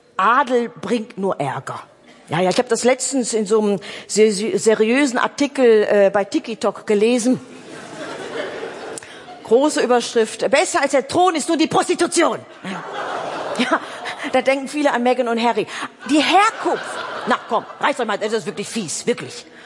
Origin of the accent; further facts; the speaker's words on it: Oberhausen, North Rhine-Westphalia, Germany; Ich komme aus Oberhausen-Altstaaten. Wie hört sich das denn an? Ne? Der ist mitten im Ruhrpott.